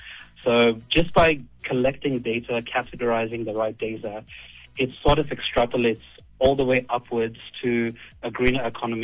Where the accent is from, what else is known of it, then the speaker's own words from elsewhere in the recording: South Africa; moved away as an adult; also born or lived in Australia; I have to come back here and I have to contribute towards my home country.